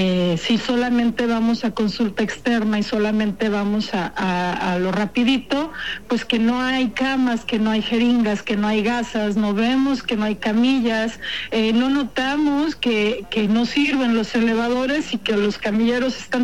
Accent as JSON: {"language": "Spanish", "country": "Mexico"}